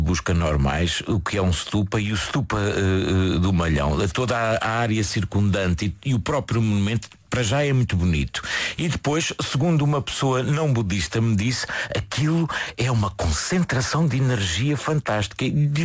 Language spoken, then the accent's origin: Portuguese; Portugal; Eu diria que Portugal, sendo português, é um sítio muito especial.